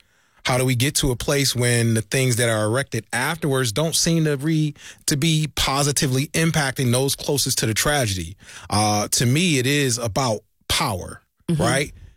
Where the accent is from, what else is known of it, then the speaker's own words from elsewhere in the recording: Buffalo, New York, United States; I'm born and raised in Buffalo, New York, on the east side of Buffalo. I tell the joke all the time, like, I must have moved 8 times and never left the east side of Buffalo.